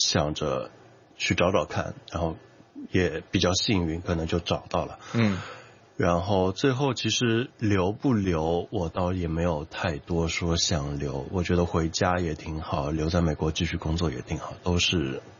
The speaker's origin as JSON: {"language": "Chinese", "region": "Shanghai", "country": "China", "also_born_or_lived": "United States", "moved": "as an adult", "lives_now": "Hong Kong", "said": "我本身是上海人。"}